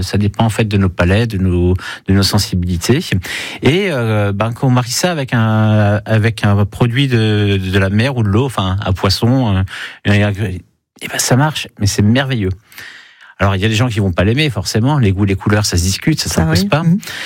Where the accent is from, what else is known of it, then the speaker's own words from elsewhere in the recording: Grand Est, France; Je suis alsacien